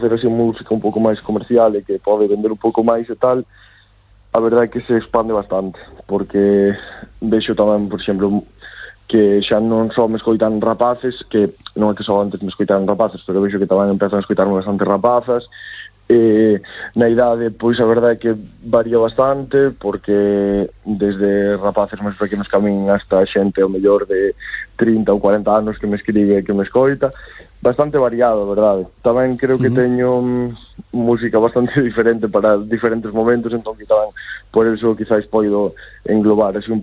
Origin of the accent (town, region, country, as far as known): Galicia, Spain; first language Galician